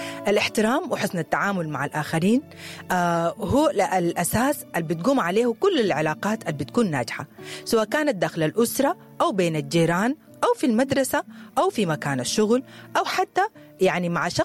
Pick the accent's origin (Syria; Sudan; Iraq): Sudan; فمجتمعنا السوداني من أجمل القيم اللي بنعرف بها يعني إحنا كسودانيين هي احترام الكبير، وإننا كمان ما بننسى الصغير وبنحترم الأصحاب وبنكرم الضيف